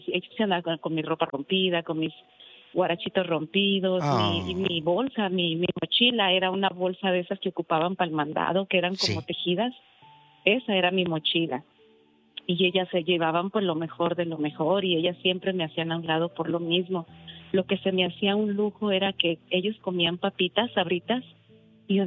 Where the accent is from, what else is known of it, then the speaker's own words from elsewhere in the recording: Durango, Mexico; now in Washington, United States; yo regresé a Durango hace 10 años, fui a Durango, a mi tierra